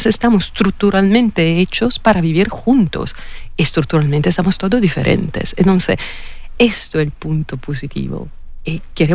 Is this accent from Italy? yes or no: yes; Italy; accent: Italian; Spanish is a second language; yo vengo de una tradición italiana, se nota por mi acento y se nota por mi incapacidad de hablar español.